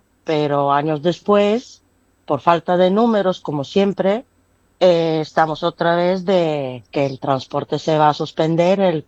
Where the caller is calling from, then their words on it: Ciudad Quesada, Valencian Community, Spain; yo vivo en Ciudad Quesada